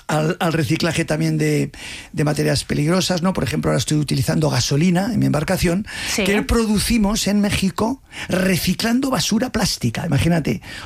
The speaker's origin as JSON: {"language": "Spanish", "town": "Pamplona", "region": "Navarre", "country": "Spain", "tie": "born there", "also_born_or_lived": "Madrid / Germany / Russia / United States"}